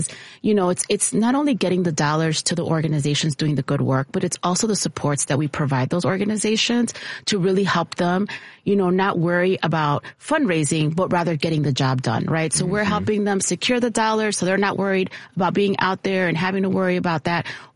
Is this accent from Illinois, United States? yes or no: yes; Chicago, Illinois, United States; So born and raised in Chicago, grew up here, proud product of CPS, Chicago Public Schools.